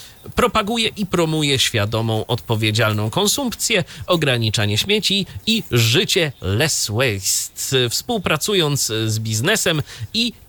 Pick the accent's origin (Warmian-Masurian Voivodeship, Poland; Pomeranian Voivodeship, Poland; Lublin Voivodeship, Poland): Warmian-Masurian Voivodeship, Poland; Iława